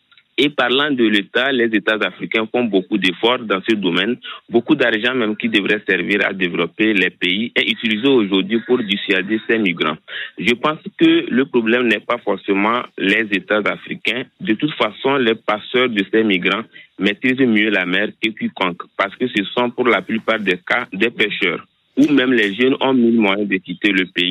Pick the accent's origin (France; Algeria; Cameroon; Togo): Togo; now in Ziguinchor, Senegal